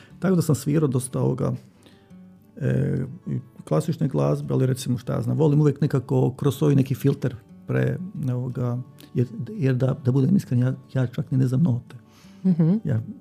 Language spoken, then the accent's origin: Croatian; Lika-Senj County, Croatia; now in Zagreb, Croatia; Inače nisam iz Brinja, nego iz okolice Brinja. Dakle, sam rekao da sam iz okolice.